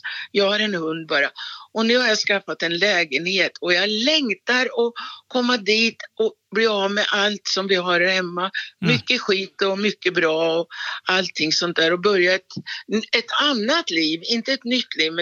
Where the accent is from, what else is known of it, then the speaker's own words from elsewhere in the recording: Åby, Sweden; För att jag har mina vänner där och jag är från Åby och fått en jättebra lägenhet.